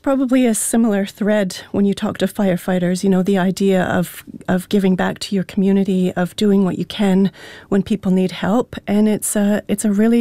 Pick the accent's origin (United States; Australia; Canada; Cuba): Canada; moved away as an adult; now in New Zealand; I moved to New Zealand about 13 years ago. I'm Indigenous Canadian, Sahwetmuk is my iwi